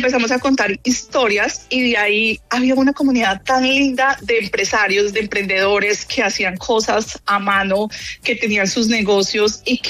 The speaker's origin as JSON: {"language": "Spanish", "country": "Colombia", "moved": "yes", "lives_now": "New York, United States", "said": "aunque hacemos nuestra familia acá, realmente pues siempre Colombia o el país del que vengamos será el origen nuestro."}